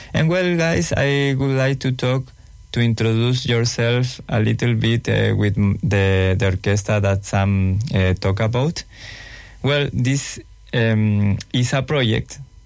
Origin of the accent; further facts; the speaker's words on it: Chile; English is a second language; moved away as an adult; also born or lived in Germany; now in Melbourne, Australia; that's okay. I am from Chile. And I left Chile around 8 years. So I went for first time to Germany to live there around 4.5 years.